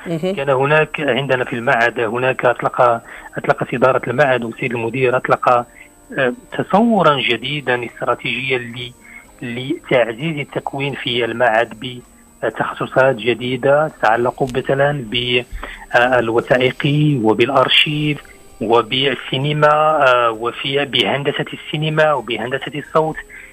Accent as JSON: {"language": "Arabic", "country": "Morocco", "said": "عندنا في المغرب"}